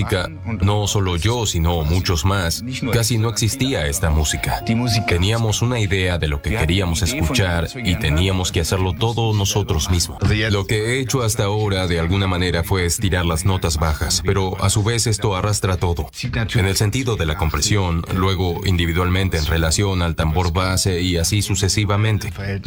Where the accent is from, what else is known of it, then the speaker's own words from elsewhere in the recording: Germany; crecí en la República Democrática Alemana con la radio Stern